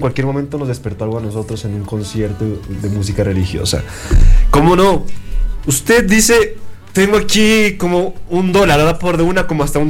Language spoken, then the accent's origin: Spanish; Colombia; moved away as an adult; now in Ecuador; Cuando me trajeron a mí por primera vez acá al Ecuador, yo soy colombiano.